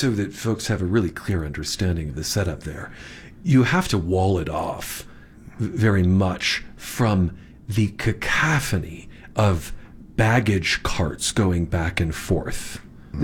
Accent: Los Angeles, California, United States; In my hometown of Los Angeles, the mosaic tiles on the walls of the walkways.

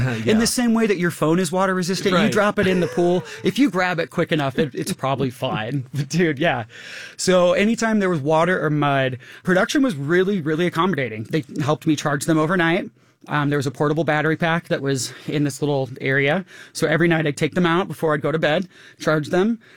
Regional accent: Colorado, United States; even though I'm from Colorado

